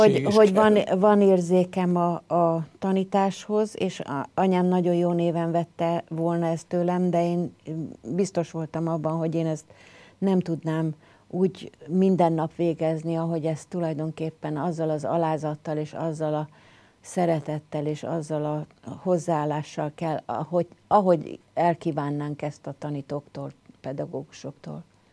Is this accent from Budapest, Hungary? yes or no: yes; Budapest, Hungary; Az édesapám szülei azok budapestiek. A édesanyámnak a szülei nem, de már édesanyám is Budapesten született.